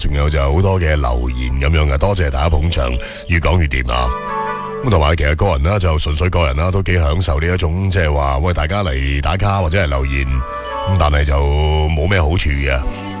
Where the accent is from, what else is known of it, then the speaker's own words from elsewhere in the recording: Guangdong, China; 咁我哋广东人啦